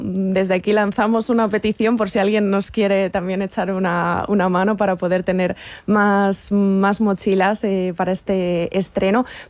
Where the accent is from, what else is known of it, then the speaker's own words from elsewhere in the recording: Valencia, Valencian Community, Spain; Yo de aquí, de Valencia.